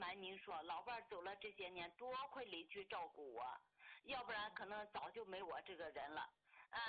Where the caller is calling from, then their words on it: Handan, Hebei, China; 我是河北邯郸的。